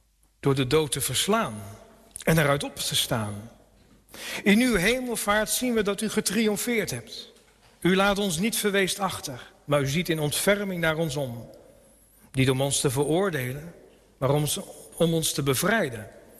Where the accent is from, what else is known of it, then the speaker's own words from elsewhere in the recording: Almelo, Overijssel, Netherlands; accent: Twents; also born or lived in Nijmegen / Wageningen; now in Ede, Netherlands; ik woon in Ede. Maar oorspronkelijk kom ik uit Twente. Uit een stad met een heel beroemd stoplicht. Ja, Almelo. Dus, mangs praat ik Twents. Maar ik ken ik een liedspietje Friers